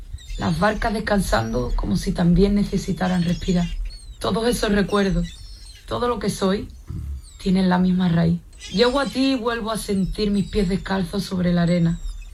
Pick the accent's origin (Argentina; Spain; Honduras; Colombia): Spain; La Antilla, Andalusia; also born or lived in Isla Cristina; Yo vengo de Isla Cristina, me he criado en La Antilla y en La Barriada, que es donde se ha hecho el videoclip.